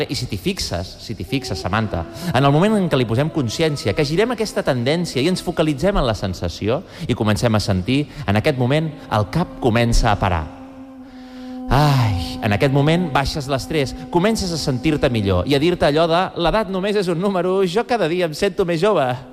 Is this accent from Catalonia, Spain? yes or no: yes; Terrassa, Catalonia, Spain; Jo soc de Terrassa i vaig estudiar a l'Autònoma.